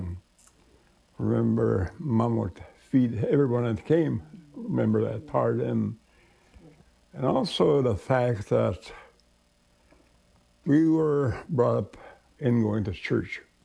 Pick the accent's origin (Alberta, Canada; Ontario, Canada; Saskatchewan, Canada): Alberta, Canada; Goodfish Lake; I'm from Goodfish Lake, Alberta. And it is where I was born and raised. Lived here off and on, not always, but different times we have lived other places there.